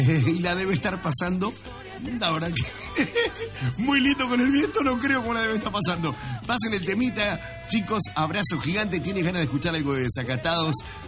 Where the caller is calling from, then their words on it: Bariloche, Río Negro, Argentina; Soy de Bariloche.